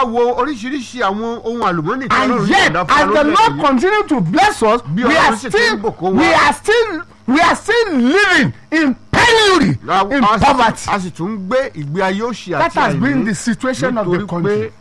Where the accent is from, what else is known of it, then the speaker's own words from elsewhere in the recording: Lagos, Nigeria; I am from Lagos.